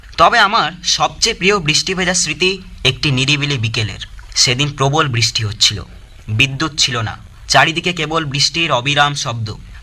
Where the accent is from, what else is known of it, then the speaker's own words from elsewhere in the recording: West Bengal, India; আমার বাড়ি পূর্ব বর্ধমানে।